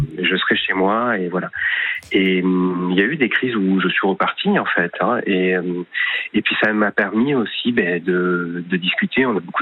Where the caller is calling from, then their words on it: Bordeaux, Nouvelle-Aquitaine, France; Alors, je suis sur Bordeaux